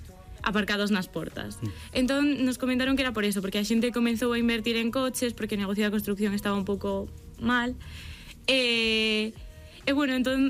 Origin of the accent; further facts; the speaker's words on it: Lugo, Galicia, Spain; A ver, eu son de Lugo, estou acostumbrada a ver cousas de romanos e tal.